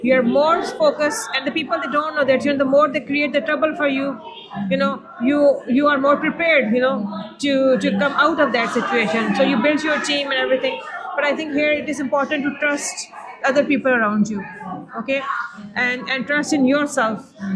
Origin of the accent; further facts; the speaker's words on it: Cork, Munster, Ireland; And I say, because I'm from Cork, you know, and they say, okay, answer is done.